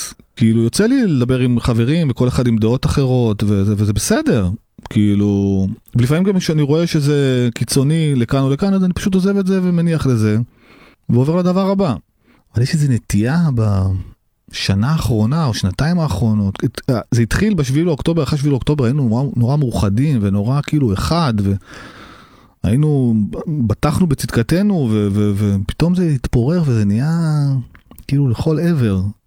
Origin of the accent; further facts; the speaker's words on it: Tel Aviv, Tel Aviv District, Israel; born there; אנחנו נולדנו פה, זה, אני מכיר כל רחוב וכל סמטה בתל אביב, תל אביב מבחינתי זו העיר הכי מדהימה בעולם.